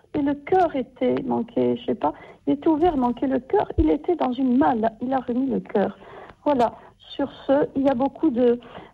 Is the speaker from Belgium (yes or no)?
no; Corsica, France; je regardais à church, comme on disait chez nous en Corse, à church.